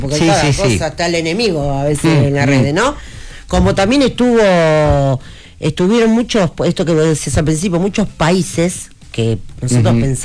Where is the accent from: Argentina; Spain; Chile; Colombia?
Argentina; Nosotros somos toda carne argentina